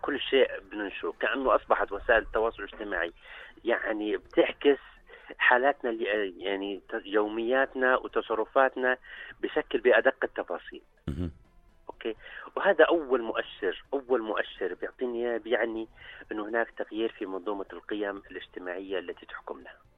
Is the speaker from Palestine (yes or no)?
no; Jordan; إحنا كمجتمع أردني